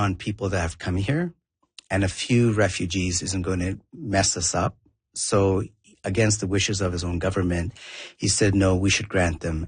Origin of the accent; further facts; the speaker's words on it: South India, India; first language ta; English is a second language; So I was born and raised in India, in southern India. I'm also Tamil heritage, so my mother tongue is Tamil.